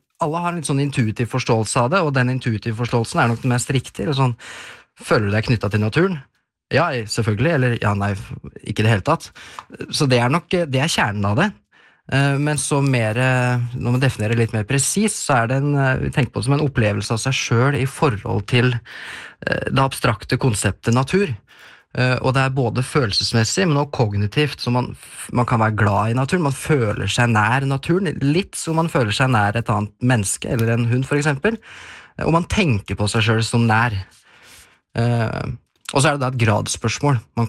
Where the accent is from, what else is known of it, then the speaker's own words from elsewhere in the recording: Løten, Innlandet, Norway; jeg har jo vokst opp I Mjøsperiferien, kan du kanskje kalle det. Jeg kom fra Løten, så det jo rett øst for... Rett øst for Mjøsa.